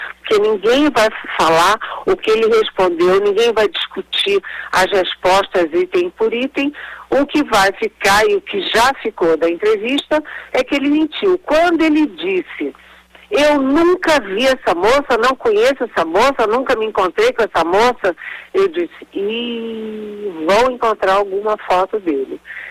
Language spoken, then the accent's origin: Portuguese; Rio de Janeiro, Brazil; Eu falo, eu que sou carioca, falo de cabeça para baixo.